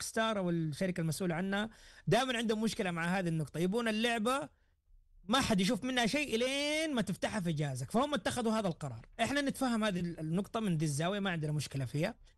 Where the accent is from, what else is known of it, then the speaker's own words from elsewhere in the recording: Saudi Arabia; عندنا في السعودية